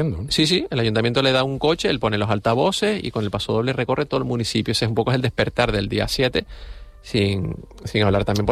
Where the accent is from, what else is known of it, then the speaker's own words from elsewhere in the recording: Güímar, Canary Islands, Spain; sobre todo al estar fuera de Güímar y decir, oye, soy de Güímar, y preguntarte a la gente